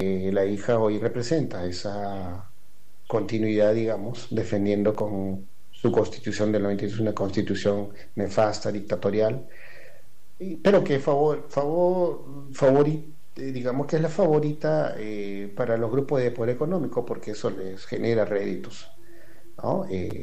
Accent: Puno, Peru; Yo soy aymara, por si acaso, soy de Puno y de la frontera con Bolivia.

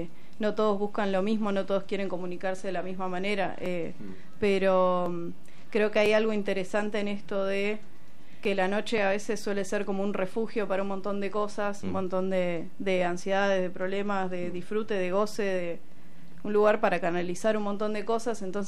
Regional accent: Tres Arroyos, Buenos Aires Province, Argentina; now in La Plata, Argentina; Yo soy de Tres Arroyos, un pueblo de provincia de Buenos Aires. Mi familia tiene una productora allá

